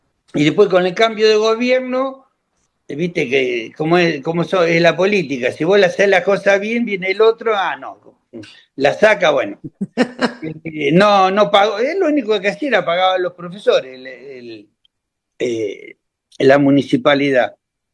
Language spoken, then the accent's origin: Spanish; Mar del Plata, Buenos Aires Province, Argentina; born there; also born or lived in Olavarría; yo de Mar del Plata me iba